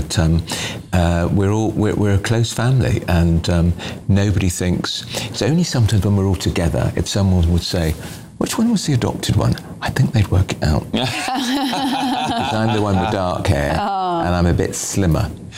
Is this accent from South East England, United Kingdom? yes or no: no; Bristol, South West England, United Kingdom; born there; also born or lived in Cheltenham, United Kingdom; And yet she had me in Bristol. So she was, I was born in Bristol, put in a home in Cheltenham.